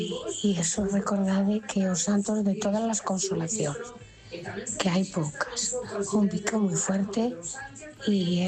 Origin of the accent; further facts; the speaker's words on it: Terra de Montes, Galicia, Spain; de Terra de Montes. Aquí en Tabeirós, que pertenece ao Ayuntamiento da Estrada